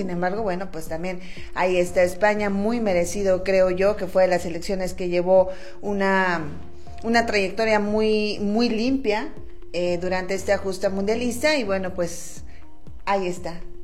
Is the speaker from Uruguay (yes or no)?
no; Santiago Papasquiaro, Durango, Mexico; now in Durango, Mexico; Yo estuve este fin de semana allá en mi pueblo, en el municipio más bello de la República Mexicana